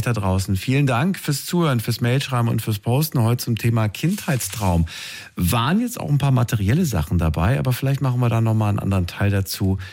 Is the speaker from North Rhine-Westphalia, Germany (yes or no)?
no; Hesse, Germany; Ja, ich bin Hesse, das ist ja da der Ursprung der Strubbelpeter-Geschichte, natürlich.